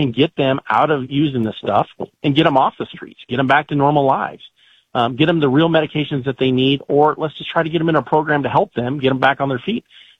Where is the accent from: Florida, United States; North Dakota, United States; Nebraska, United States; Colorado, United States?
Colorado, United States; I grew up in Colorado